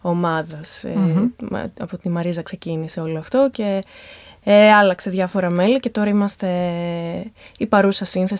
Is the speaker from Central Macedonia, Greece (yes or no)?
yes; Thessaloniki, Central Macedonia, Greece; όταν ήμουν μικρή και μεγάλη στη Θεσσαλονίκη.